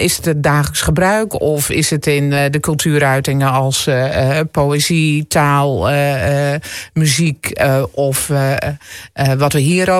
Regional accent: South Holland, Netherlands; now in Drenthe, Netherlands; Ik kom uit de Bollenstreek.

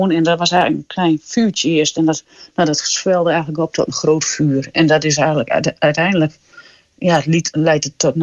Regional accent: Valthermond, Drenthe, Netherlands; Ik kom van Valthermond.

